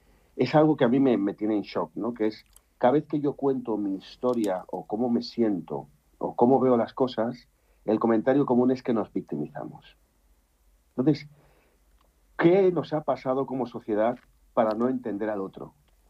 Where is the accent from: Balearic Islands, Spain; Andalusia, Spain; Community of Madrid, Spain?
Balearic Islands, Spain; Yo soy español y soy mallorquín.